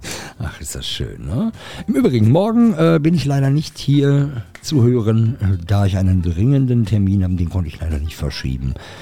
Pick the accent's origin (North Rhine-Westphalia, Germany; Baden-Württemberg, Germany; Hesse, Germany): North Rhine-Westphalia, Germany; Witten; Also bei uns in dieser Region, in Dortmund, Bochum. Ne? Ihr wisst, ne? Ich komme hier aus Witten.